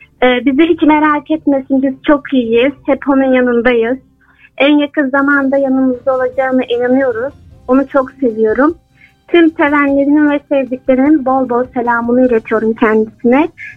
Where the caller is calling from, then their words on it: Samsun, Turkey; Samsun Bahçe'den arıyorum.